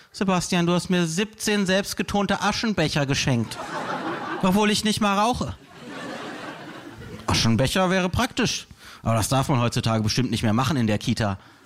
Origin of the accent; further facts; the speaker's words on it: Freiburg, Baden-Württemberg, Germany; Mutter ruft aus meiner Heimatstadt Freiburg an.